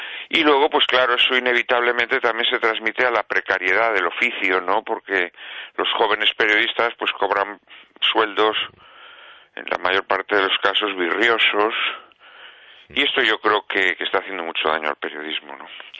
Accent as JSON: {"language": "Spanish", "town": "Zamora", "region": "Castile and León", "country": "Spain", "tie": "born or raised there", "also_born_or_lived": "Basque Country", "said": "los dos somos de Zamora. Ella nacida allí, yo no nací allí porque mis padres emigraron al País Vasco, pero bueno, me he criado en Zamora, ¿no? O sea que a casi todos los efectos, menos a los efectos del dato que consta en el DNI, pues soy zamorano, soy zamorano de crianza"}